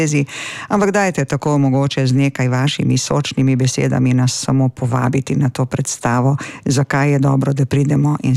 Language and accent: Slovenian; Primorska, Slovenia